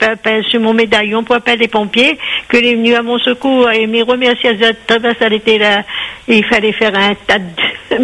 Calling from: Saint-Pierre, Réunion; ça c'est une fidèle auditrice de Terre-Sainte, la ruelle Boulanger.

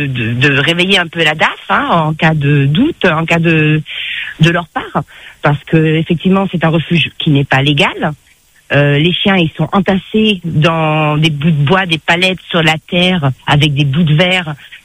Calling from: Réunion; je suis réunionnaise. Hein, mais ils ne sonnent pas comme ça, mais je suis réunionnaise.

